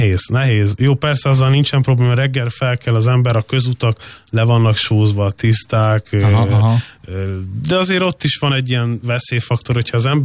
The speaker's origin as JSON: {"language": "Hungarian", "region": "Budapest", "country": "Hungary", "tie": "born or raised there", "said": "Ugye én is érzékeltem, én Budapesten nőttem fel, ugye"}